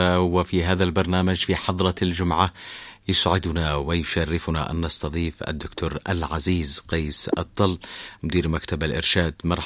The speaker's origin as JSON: {"language": "Arabic", "country": "Yemen", "said": "نحن كشعب يمني"}